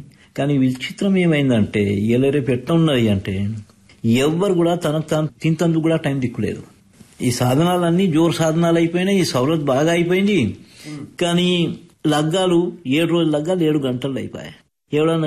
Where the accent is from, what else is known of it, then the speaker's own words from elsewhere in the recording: Adilabad, Telangana, India; born there; నేనైతే ఈడే పుట్టిన, నేను పుట్టింది ఆదిలాబాద్లోనే. ఇక్కడ బ్రాహ్మణ వాళ్ళు కట్టుకో కిరాయికు ఉంటుంటే ఆడనే పుట్టినాం.